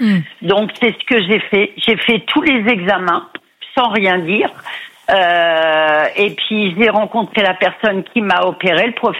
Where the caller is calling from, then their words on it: Lingolsheim, Grand Est, France; De Lindolsheim. C'est l'Eurométropole de Strasbourg.